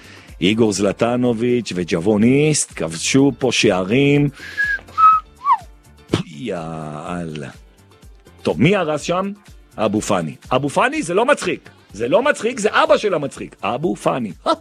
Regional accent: Jerusalem, Jerusalem District, Israel; אני ירושלמי

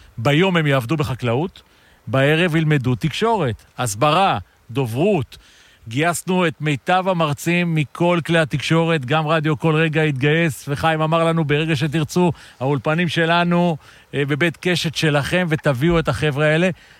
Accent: Kiryat Tivon, Northern District, Israel; אני גדלתי בטבעון

